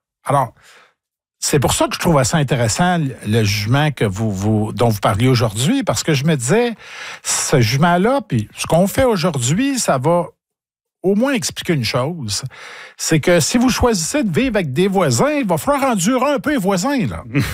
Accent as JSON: {"language": "French", "town": "Nicolet", "region": "Quebec", "country": "Canada", "said": "moi, je viens de Nicolette."}